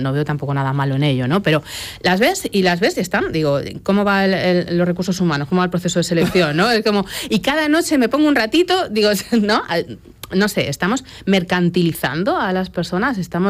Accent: Tomelloso, Castilla-La Mancha, Spain; yo soy de Tomelloso

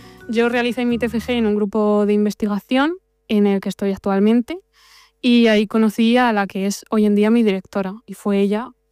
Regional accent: Villapalacios, Castilla-La Mancha, Spain; en las zonas rurales, que es pues, de donde yo vivo y de donde yo soy, donde yo nací y me crié.

